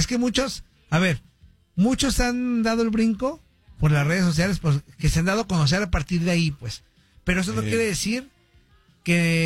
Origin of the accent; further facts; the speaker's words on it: Mexico; Pues nosotros como mexicanos no, estamos saludando a todo el mundo.